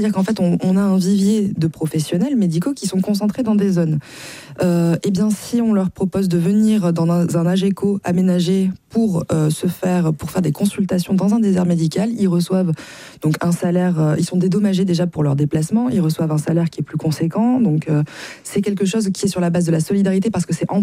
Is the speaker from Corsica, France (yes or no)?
no; Nouvelle-Aquitaine, France; chez nous, en Haute-Vienne.